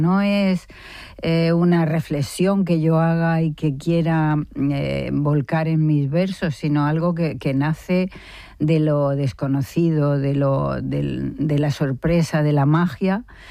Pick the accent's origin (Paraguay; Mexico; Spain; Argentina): Spain; Albacete, Castilla-La Mancha; moved away; Bueno, soy de Albacete, como mi madre … pero la verdad es que ya mis raíces están aquí.